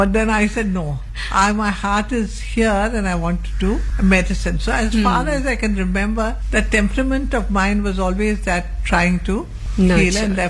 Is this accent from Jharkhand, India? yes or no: no; Karnataka, India; they were surprised that I could even speak English because I came from Karnataka, you know, wondering which part I came from.